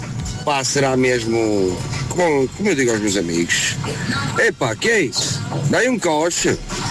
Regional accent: Porto, Norte, Portugal; Estou aqui, eu aqui parado na Marginal, na Ribeira mesmo. Sou daqui do Norte, nascido e criado, aqui no Porto.

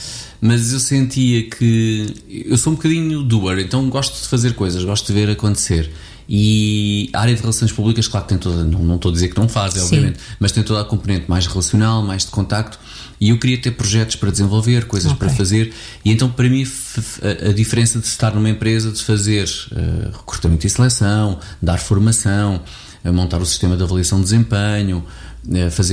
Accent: Abrantes, Santarém, Portugal; moved away as an adult; nasci em 1975, no Rossio ao Sul do Tejo, Abrantes, e portanto é um bocadinho esta a minha história aqui, e vivi a minha vida em Abrantes até aos 18 anos, mas já não vivo cá, mas continuo muito ligado a Abrantes.

